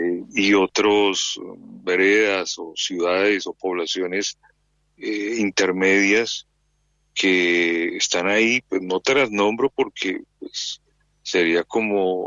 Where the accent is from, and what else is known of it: Colombia